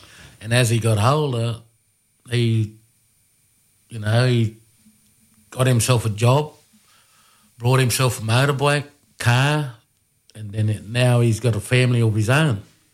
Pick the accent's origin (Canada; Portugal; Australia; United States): Australia; Brewarrina, New South Wales; I'm from Brewarrina. My tribe is Murawari.